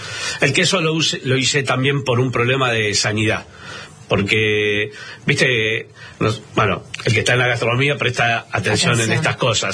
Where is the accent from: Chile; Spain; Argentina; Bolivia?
Argentina; Y porque somos argentinos.